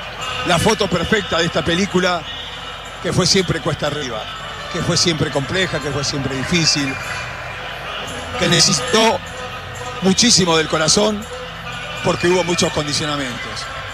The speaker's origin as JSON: {"language": "Spanish", "country": "Argentina", "said": "nosotros los argentinos"}